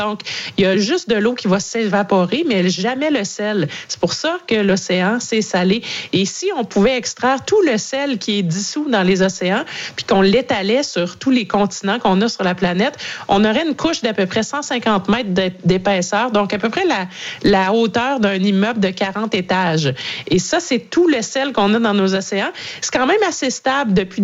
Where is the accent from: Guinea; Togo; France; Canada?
Canada; chez nous, au Canada